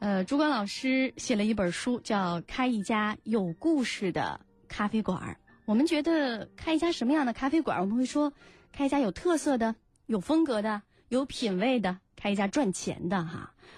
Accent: Northeast China, China; 这么说起来我们算老乡啊。我也是东北人。

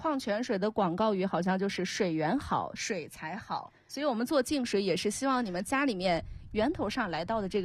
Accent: Yan'an, Shaanxi, China; also born or lived in Xi'an; 我记得我那会儿刚大学毕业回到延安之后，

